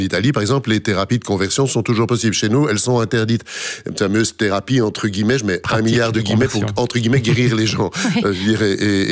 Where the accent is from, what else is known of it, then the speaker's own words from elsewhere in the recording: Belgium; Est-ce qu'aujourd'hui, les droits reculent chez nous en Belgique d'un point de vue législatif, j'ai envie de dire?